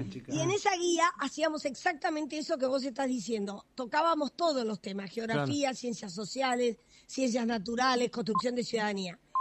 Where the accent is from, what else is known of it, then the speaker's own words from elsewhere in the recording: Argentina; tampoco quiero ser china, estoy feliz de que somos argentinos.